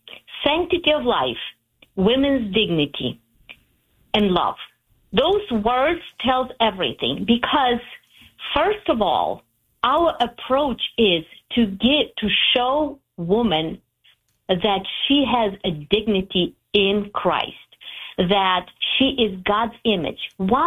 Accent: Ukraine; English is a second language; They invited me to come back to Ukraine. When I went back, I realized that my home country is pretty much women doing abortion as a method of prevention pregnancy.

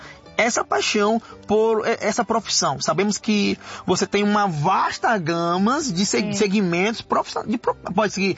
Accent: Northeast Region, Brazil; Eu sou nordestino, a grande parte da minha família, ela é vaqueiro

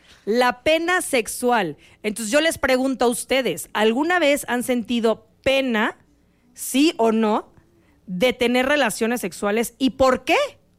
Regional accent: Mexico; Pero como buen mexicano me rifé y me dijo que había estado perfecto.

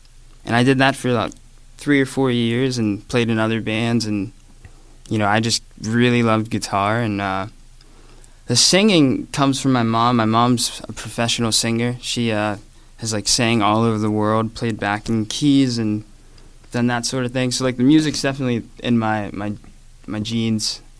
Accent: West Mifflin, Pennsylvania, United States; I'm from West Mifflin, PA. I grew up with a theme park, like right in my window vicinity, first job.

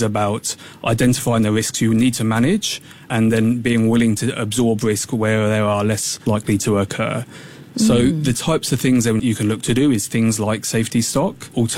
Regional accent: England, United Kingdom; accent: English; You may tell from my accent, I will 100% be cheering for England

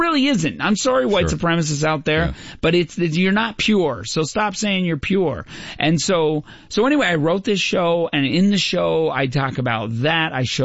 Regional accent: Newfoundland and Labrador, Canada; Of all, I grew up in Newfoundland. Okay, you want to talk about you think you're a white supremacist? Go to Newfoundland.

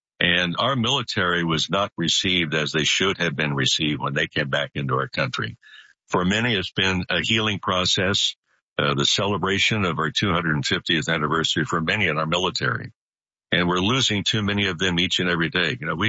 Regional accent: Santa Monica, California, United States; For me, Buster, was going back home, cause I grew up in Santa Monica.

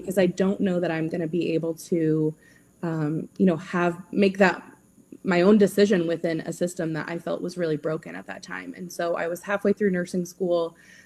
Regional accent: Indiana, United States; born there; my home state of Indiana.

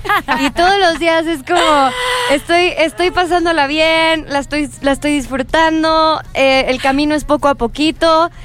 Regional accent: Monterrey, Nuevo León, Mexico; moved away as an adult; now in Mexico City, Mexico; Yo soy de Monterrey.

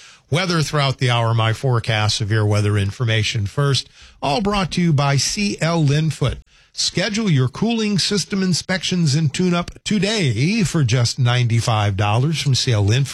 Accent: New Orleans, Louisiana, United States; I mean, good grief, I'm from New Orleans

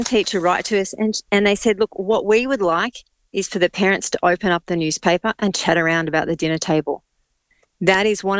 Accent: Australia

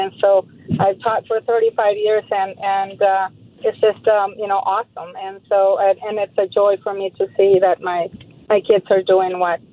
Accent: El Salvador; moved away; whenever I tell them I'm from El Salvador

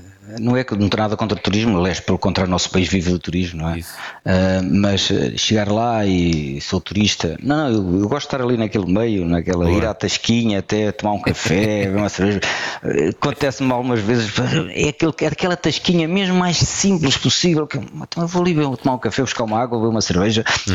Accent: Portugal; Somos portugueses tão genuínos

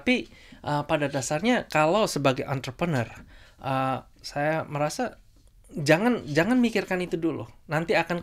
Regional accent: Surabaya, East Java, Indonesia; Apalagi saya dari Surabaya kan, Jawa ya. Saya sendiri udah dibilang orang Surabaya lebih frontal kan dibandingkan Jawa-Jawa lainnya gitu kan.

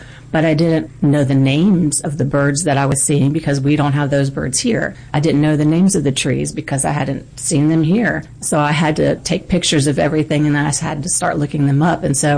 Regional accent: Florida, United States

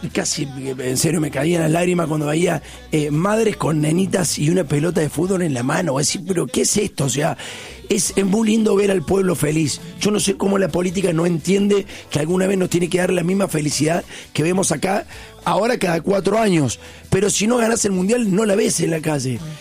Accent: Argentina; nosotros somos europeos, pero hay mucho del arraigo argentino, sobre todo que se respira en el norte, en el norte de nuestra patria.

